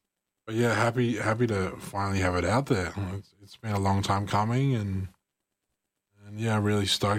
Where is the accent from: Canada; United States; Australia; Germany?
Australia; Sydney, New South Wales; now in Wagga Wagga, Australia; I'm originally from Sydney, and I'm trying to find a dog-friendly place up there.